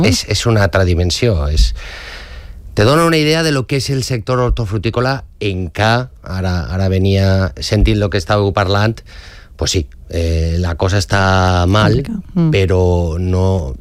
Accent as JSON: {"language": "Catalan", "region": "Valencian Community", "country": "Spain", "said": "i com a valencià me dol, però n'hi ha que dir-ho"}